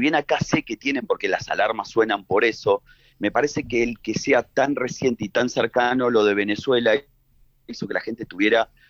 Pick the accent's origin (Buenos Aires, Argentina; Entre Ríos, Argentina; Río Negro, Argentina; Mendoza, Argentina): Buenos Aires, Argentina; lo único parecido que vivimos en Buenos Aires, yo soy de Buenos Aires, es algo en el 78